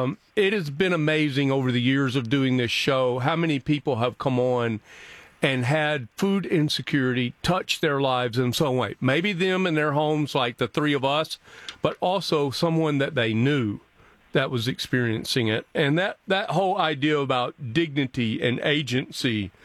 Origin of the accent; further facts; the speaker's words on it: Alabama, United States; So for me, growing up in South Alabama, we say L.A., which is lower Alabama